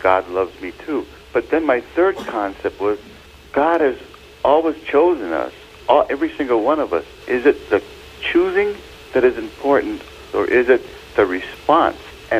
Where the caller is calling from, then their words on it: Jacksonville, Florida, United States; I'm from Florida, Jacksonville.